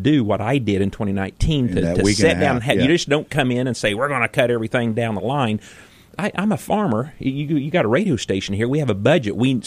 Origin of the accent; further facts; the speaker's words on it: Louisville, Illinois, United States; now in Xenia, United States; Louisville. Louisville is my hometown. Xenia is my address. We're right between the two, so very, very rural area.